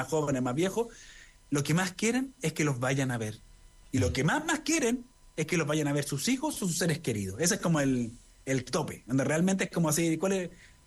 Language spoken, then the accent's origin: Spanish; Chile; que como todos, como chilenos, nos pongamos la mano en el corazón